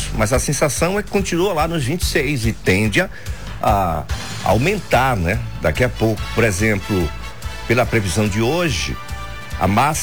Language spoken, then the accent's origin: Portuguese; Northeast Brazil, Brazil; como bom nordestino, nós somos nordestinos duas vezes